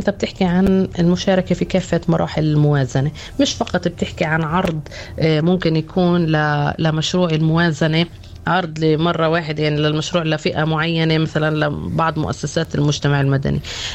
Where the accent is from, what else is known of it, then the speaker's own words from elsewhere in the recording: Palestine; إحنا كمجتمع فلسطيني